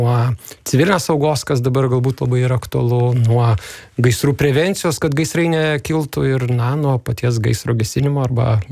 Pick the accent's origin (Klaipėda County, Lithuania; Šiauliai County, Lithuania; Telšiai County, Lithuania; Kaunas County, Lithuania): Telšiai County, Lithuania; Rietavas; born there; nes gyvenau, augau kaime. Kaip kartais sakau, baigiau 12 klasių per 4 mokyklas, nes gimiau Rietave. Žemaitijoje.